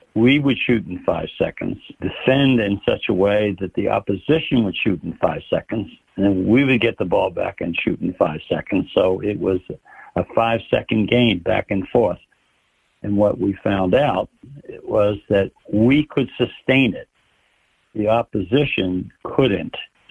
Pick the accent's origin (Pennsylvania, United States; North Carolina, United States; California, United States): Pennsylvania, United States; Philadelphia; Yeah, two Philly boys who are from my hometown, and I finally meet them in Los Angeles.